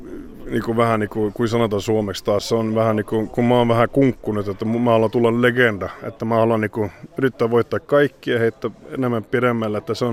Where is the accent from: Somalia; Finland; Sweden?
Sweden; born there; mä oon Ruotsissa syntynyt, mä oon ruotsalainen